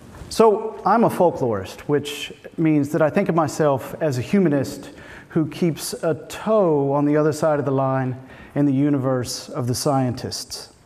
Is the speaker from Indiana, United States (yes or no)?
yes; Indiana, United States; I see organized food gathering, and I came from Indiana.